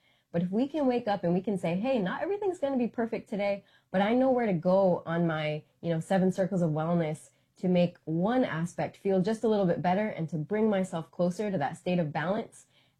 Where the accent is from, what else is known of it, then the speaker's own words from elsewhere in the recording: Northern Plains, United States; I'm from the Northern Plains, so how I can't eat a bison diet in the way that my ancestors did